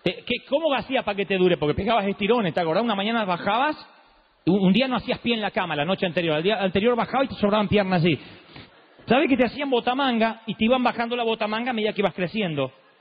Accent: Argentina; yo soy de la Argentina de los 70, la Argentina donde el 99% éramos todos pobres.

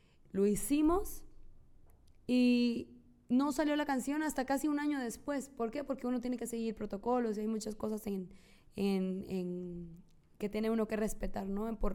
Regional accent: La Piedad, Michoacán, Mexico; moved away; vamos a cantar en la plaza principal de donde soy

